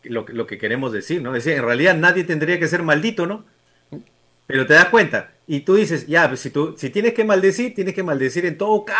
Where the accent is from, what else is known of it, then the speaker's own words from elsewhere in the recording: Lima, Peru; born there; yo nací acá en Lima, ya. Pero ¿qué culpa tengo yo de haber nacido aquí? Pero mis papás son del interior.